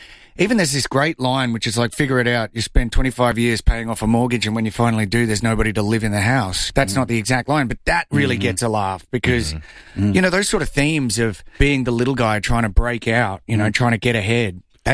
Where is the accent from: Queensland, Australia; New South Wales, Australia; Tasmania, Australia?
Queensland, Australia; Brisbane; I'm from Brisbane.